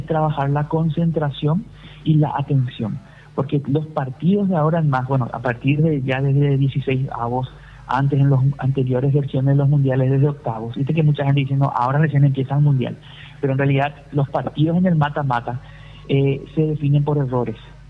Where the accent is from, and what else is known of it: Paraguay